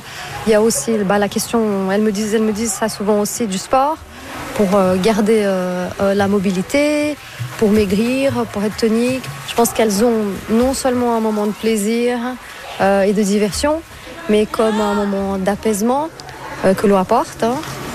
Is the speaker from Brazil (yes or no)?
yes; Brazil; now in Switzerland; Moi, je suis brésilienne hein, à la base